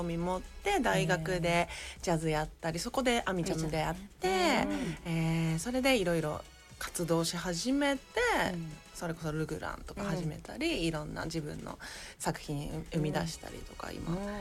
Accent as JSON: {"language": "Japanese", "town": "Sapporo", "region": "Hokkaido", "country": "Japan", "lives_now": "Tokyo, Japan", "said": "でも私も札幌出身なんですよ、"}